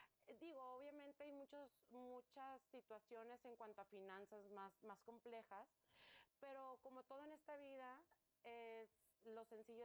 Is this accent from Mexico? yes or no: yes; Mazatlán, Sinaloa, Mexico; yo soy de Sinaloa, de Mazatlán.